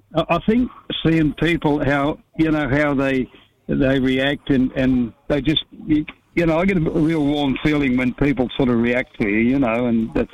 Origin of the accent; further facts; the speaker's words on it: Alice Springs, Northern Territory, Australia; moved away as an adult; I can't wait to get back to my hometown. I still call it my hometown, although. I've been coming and going for a lot of years now, but all my family's still up there. So, and you know, I went to school up there and everything. You know, all my schooling was done in Alice Springs.